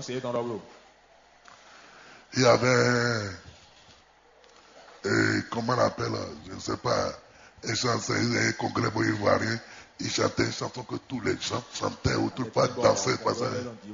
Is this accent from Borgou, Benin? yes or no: no; Porto-Novo, Ouémé, Benin; je suis de Porto Novo